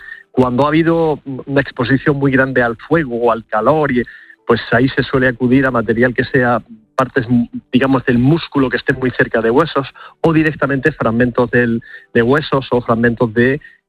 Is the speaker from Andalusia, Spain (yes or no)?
yes; Almería, Andalusia, Spain; en este caso concreto de Almería, que por cierto es mi tierra y no, vengo muy lejos de por allí, sí, de mi querida Almería